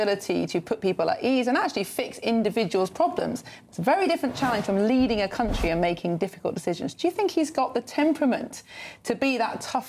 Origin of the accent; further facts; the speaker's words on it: Sheffield, Yorkshire and the Humber, United Kingdom; moved away as an adult; I grew up in Sheffield. I lived in Sheffield all my life until the last 2 years.